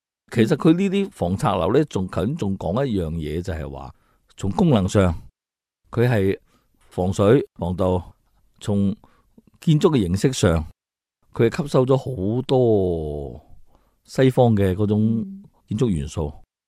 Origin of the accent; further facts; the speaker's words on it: Jiangmen, Guangdong, China; 喺江门，我哋家乡